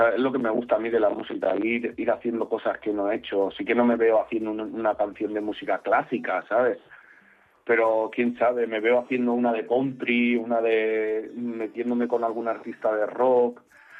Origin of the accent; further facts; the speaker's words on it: Balearic Islands, Spain; Que soy mallorquín y que me he criado ahí